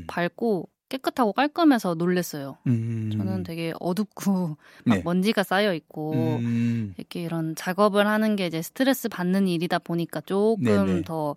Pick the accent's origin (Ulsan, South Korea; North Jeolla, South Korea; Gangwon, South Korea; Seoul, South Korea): North Jeolla, South Korea; Jeonju; 여기서 태어나서 네, 쭉 전주에서 살고 있습니다.